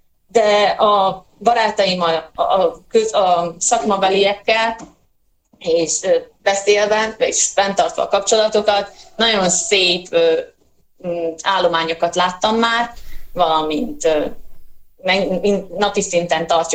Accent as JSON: {"language": "Hungarian", "region": "Zakarpattia Oblast", "country": "Ukraine", "said": "kárpátaljaiak vagyunk"}